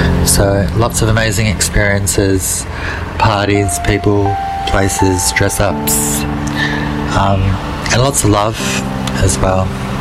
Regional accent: Victoria, Australia; I'm originally from Victoria.

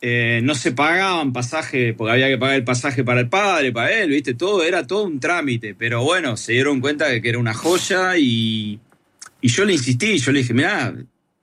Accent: Argentina

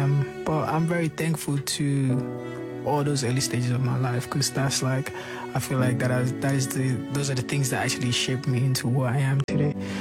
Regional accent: Surulere, Lagos, Nigeria; I come from Mujelegba, the real ghetto from Surulere, and I'm coming from that side.

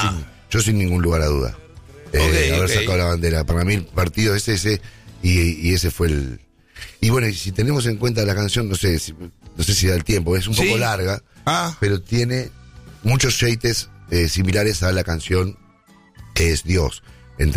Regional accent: Argentina; Muchachos, como argentinos, nosotros como argentinos tenemos que hacernos una pregunta.

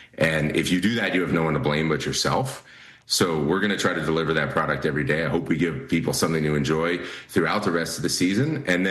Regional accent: Philadelphia, Pennsylvania, United States; Even as a Philadelphian, I promise not to boo, no matter how badly it goes.

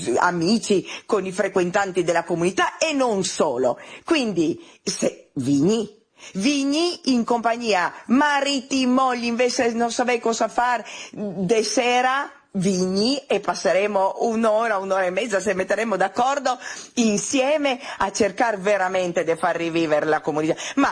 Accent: Istria County, Croatia; accent: Istro-Venetian; il nostro dialetto istroverde

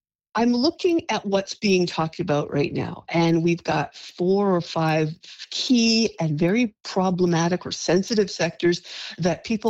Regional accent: Canada; now in United States; I'm a Canadian living in the United States.

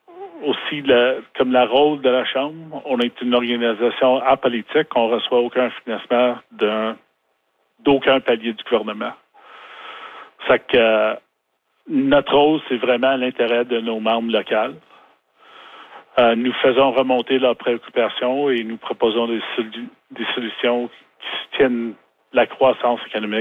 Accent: Ottawa, Ontario, Canada; born or raised there; now in Timmins, Canada

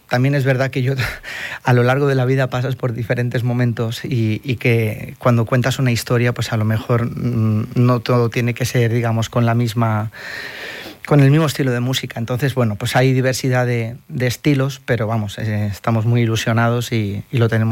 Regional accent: Gandia, Valencian Community, Spain; Queremos representar a Gandía porque todos prácticamente somos de Gandía

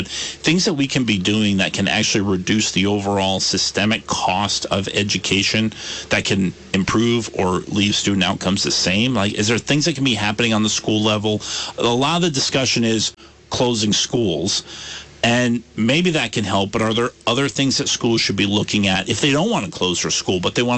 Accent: Brandon, Vermont, United States; I grew up in Brandon

